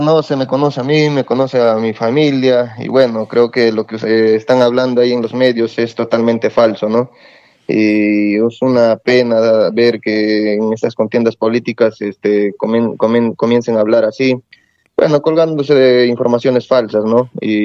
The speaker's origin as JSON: {"language": "Spanish", "town": "Villarrica", "region": "Pasco", "country": "Peru", "said": "yo soy de Villarrica, la población me conoce"}